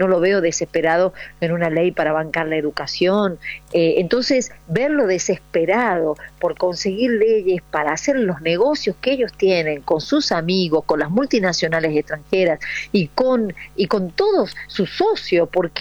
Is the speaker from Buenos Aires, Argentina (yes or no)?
no; La Rioja, Argentina; yo soy de La Rioja, estoy acá